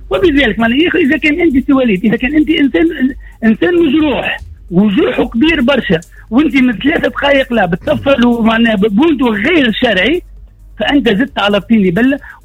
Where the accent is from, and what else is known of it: Tunisia